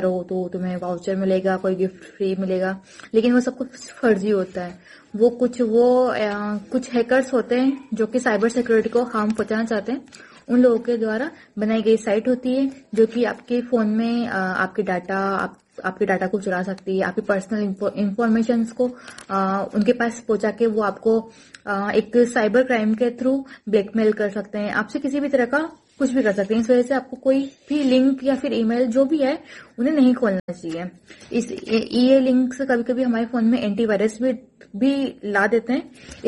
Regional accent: Bhanwargarh, Rajasthan, India; मैं भवरगढ़ बारा राजस्थान से हूँ।

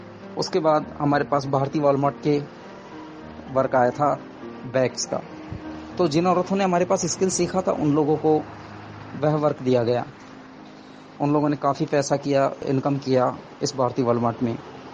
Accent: Gijgarh, Rajasthan, India

